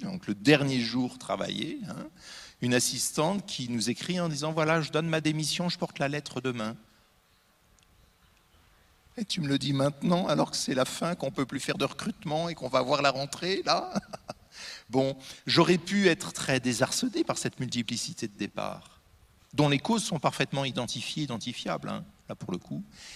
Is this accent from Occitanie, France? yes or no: no; Normandy, France; Je suis normand, hein. Un pommier, je le connais.